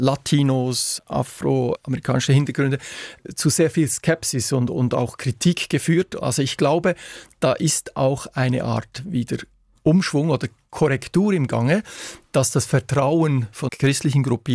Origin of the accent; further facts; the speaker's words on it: Switzerland; Ich bin ein Patriot, ich bin gerne Schweizer, ich bin stolzer Schweizer